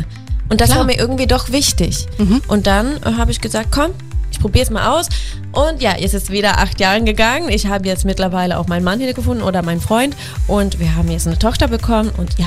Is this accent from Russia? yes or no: no; Sweden; now in Germany; Also ich liebe Schweden. Ich bin wirklich, also ich liebe meine Heimat und meine Heimat liegt mich wirklich ganz am Herzen